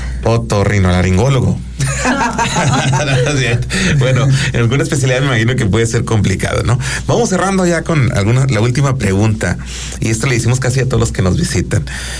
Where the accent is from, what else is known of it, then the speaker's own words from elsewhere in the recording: Mexico; nosotros como mexicanos?